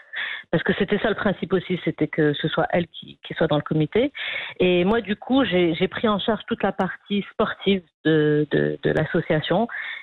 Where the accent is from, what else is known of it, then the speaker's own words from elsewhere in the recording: Rabat, Rabat-Salé-Kénitra, Morocco; moved away as an adult; now in Casablanca, Morocco; moi j'ai grandi à Rabat